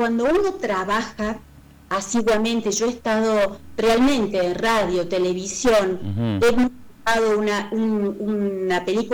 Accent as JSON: {"language": "Spanish", "region": "Córdoba", "country": "Argentina", "tie": "born there", "also_born_or_lived": "Buenos Aires", "moved": "as an adult", "said": "yo soy nacida en Córdoba capital, llegué aquí a los 24 años, vengo más de ciudad, de Buenos Aires"}